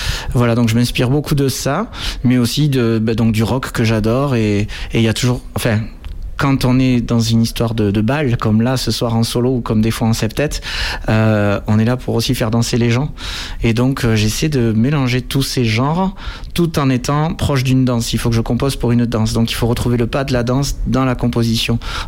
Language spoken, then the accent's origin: French; Toulouse, Occitanie, France; Ouais, parce que moi je viens de Toulouse